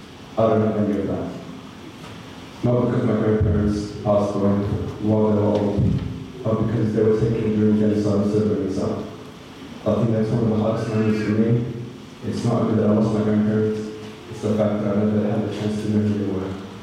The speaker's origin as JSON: {"language": "English", "town": "Sydney", "region": "New South Wales", "country": "Australia", "tie": "born there", "said": "I'm 19 years old, and I was born here in Sydney, Australia."}